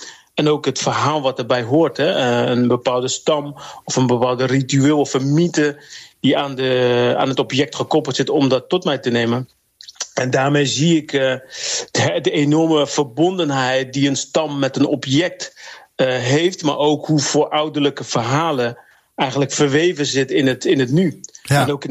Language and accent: Dutch; Netherlands; also born or lived in Papua; omdat ik hier ben opgegroeid als Nederlands jongen